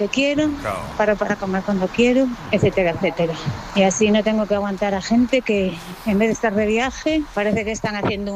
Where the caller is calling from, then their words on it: A Coruña, Galicia, Spain; de Coruña.